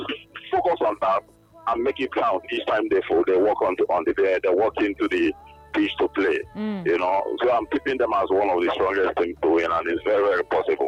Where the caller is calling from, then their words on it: Lagos, Nigeria; I'm calling from Lekki.